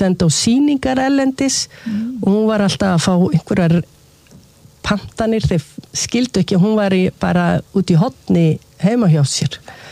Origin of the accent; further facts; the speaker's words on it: Reykjavík, Capital Region, Iceland; við ólumst upp á Kleppsholtinu sem þá var útkverfi undir 12-hæðablokkunum og með útsýni við flóan það var gott og maður sá lægðirnar fara yfir Reykjavík